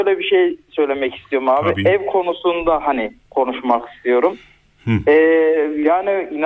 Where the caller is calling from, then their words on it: Ankara, Turkey; Ankara'dan